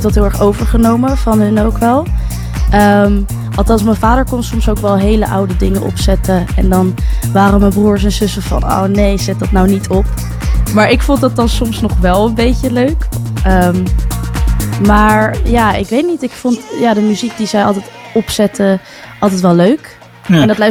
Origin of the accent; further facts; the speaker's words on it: Gouda, South Holland, Netherlands; moved away as an adult; now in Enschede, Netherlands; Ik kom uit Gouda.